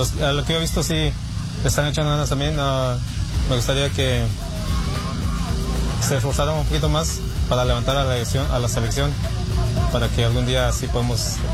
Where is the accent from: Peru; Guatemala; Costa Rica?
Guatemala; now in Houston, United States; Soy de Guatemala.